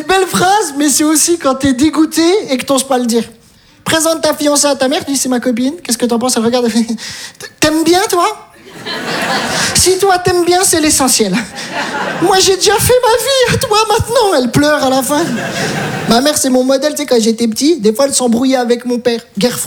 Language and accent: French; Metz, Grand Est, France; Je viens de Metz, j'ai tout abandonné.